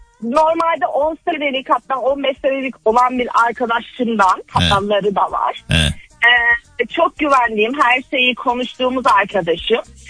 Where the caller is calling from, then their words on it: Ankara, Turkey; Ankara'da ikamet ediyorum ve kamu kurulusunda çalışıyorum.